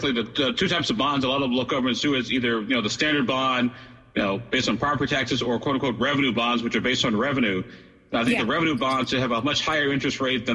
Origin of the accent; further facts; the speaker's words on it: Illinois, United States